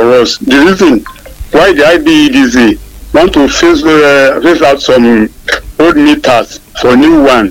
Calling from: Oyo, Nigeria; I'm calling from Lagelu.

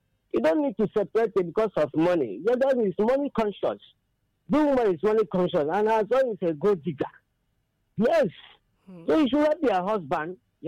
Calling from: Abakaliki, Ebonyi, Nigeria; from Abakaliki.

